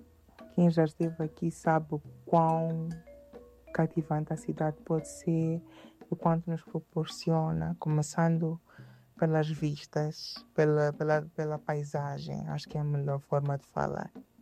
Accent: Maputo, Mozambique; born there; nasci em Maputo, Moçambique, mas de uma mãe Macua. Então as minhas raízes também são em Nampula.

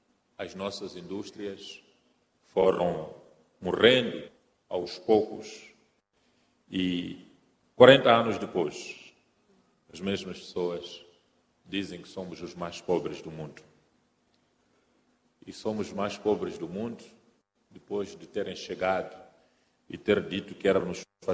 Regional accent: Mozambique

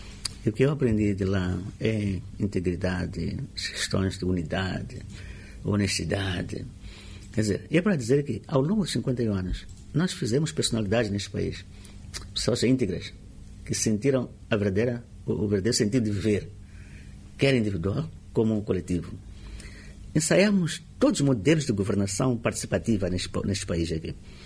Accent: Mozambique; pelo menos para nós, como moçambicanos.

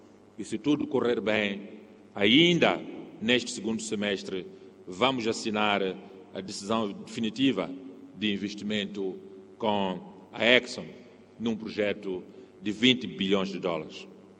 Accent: Mozambique; estamos todos nós, como moçambicanos

